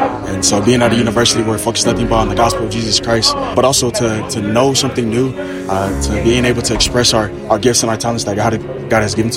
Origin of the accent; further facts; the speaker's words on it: Saratoga Springs, Utah, United States; also born or lived in California; For the past 23 years, I said I'm from California, but I think it's time to switch it up. I'm from Saratoga Springs, Utah now, starting now.